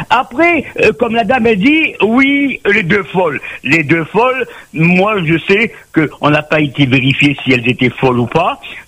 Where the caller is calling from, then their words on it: Réunion; Moi, je suis de La Réunion, je suis réunionnais.